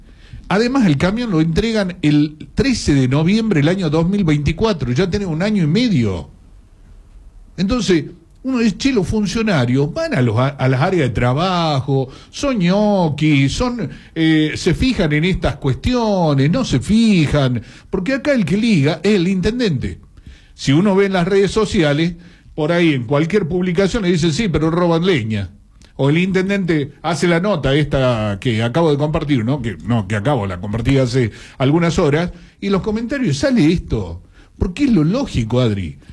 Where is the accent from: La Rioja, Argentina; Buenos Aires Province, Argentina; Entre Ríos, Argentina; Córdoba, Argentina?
La Rioja, Argentina; Chilecito; somos vecinos de Chilecito